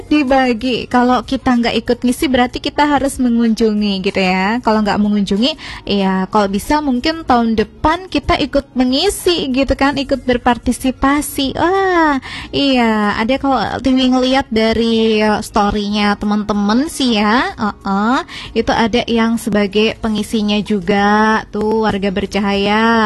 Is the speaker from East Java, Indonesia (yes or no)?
no; Cilacap, Central Java, Indonesia; sebagai warga Cilacap ya.